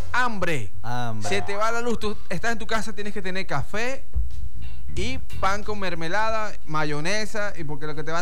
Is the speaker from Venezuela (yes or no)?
yes; Venezuela; nosotros como venezolanos